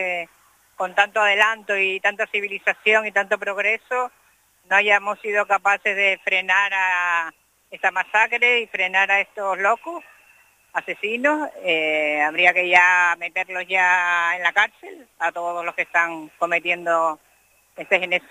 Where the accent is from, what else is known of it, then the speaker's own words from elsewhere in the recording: Santa Cruz de Tenerife, Canary Islands, Spain; Yo soy de aquí, de Chicharrera.